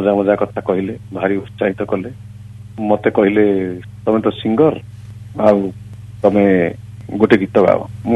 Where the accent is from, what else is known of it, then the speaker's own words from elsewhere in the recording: Paradip, Odisha, India; ମୁଁ କହିଲି ମୁଁ ଏଇ ବାକି କଲେଜର ଷ୍ଟୁଡେଣ୍ଟ, ପ୍ଲସ ଟୁ ପଢୁଛି, ଆମ ଘର ପାରାଦୀପ।